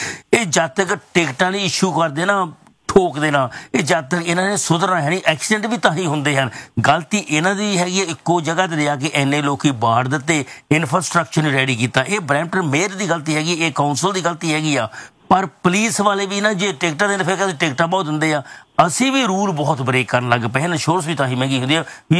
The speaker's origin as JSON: {"language": "Punjabi", "town": "Surapur", "region": "Punjab", "country": "India", "tie": "born or raised there", "said": "ਚੰਗਾ ਲੱਗਦਾ ਜਿੱਦਾਂ ਸਾਡਾ ਪਿੰਡ ਸੂਰਾਪੁਰ ਹੈਗਾ, ਸੂਰਾਪੁਰ ਸੱਜੋ ਨੌਰਾ ਪੌਰਾ"}